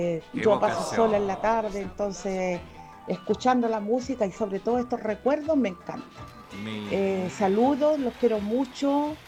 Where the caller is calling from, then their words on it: Concón, Valparaíso, Chile; de Concón.